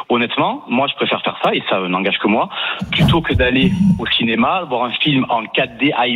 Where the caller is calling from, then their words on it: Aix-en-Provence, Provence-Alpes-Côte d'Azur, France; j'habite à Aix-en-Provence